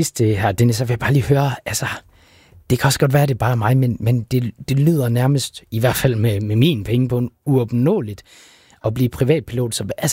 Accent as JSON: {"language": "Danish", "region": "West Jutland", "country": "Denmark", "moved": "yes", "lives_now": "Bornholm, Denmark", "said": "jeg er fra Vestjylland, jeg vil gerne hjem"}